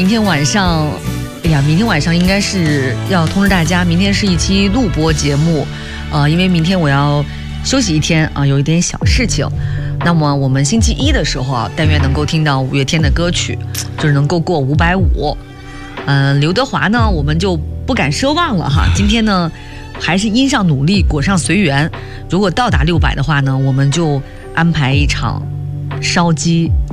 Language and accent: Chinese; Northeast China, China; now in Beijing, China; 在我们家乡东北的话